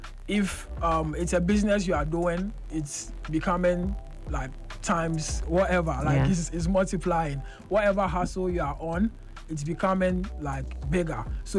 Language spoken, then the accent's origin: English; Teshi, Greater Accra, Ghana; born there; also born or lived in Cape Coast; I've been in Teshi, like, since I was like 6.